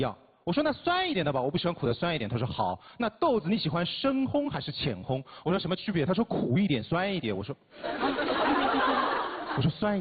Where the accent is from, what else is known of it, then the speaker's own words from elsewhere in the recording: Jiangsu, China; 我说就这款苏丹北部，我苏北人，来来去去。